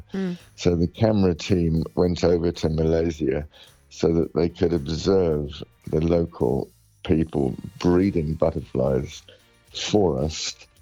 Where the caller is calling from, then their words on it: Dorset, South West England, United Kingdom; I'm in the wilds of Dorset.